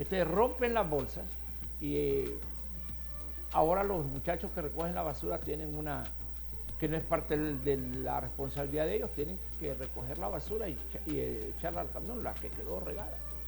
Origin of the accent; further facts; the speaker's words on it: Tegucigalpa, Francisco Morazán, Honduras; lo poco higiénicos que somos los capitalinos.